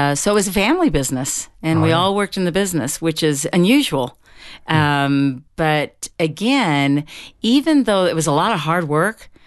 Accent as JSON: {"language": "English", "town": "South Pasadena", "region": "California", "country": "United States", "tie": "born or raised there", "said": "I grew up in Los Angeles in South Pasadena."}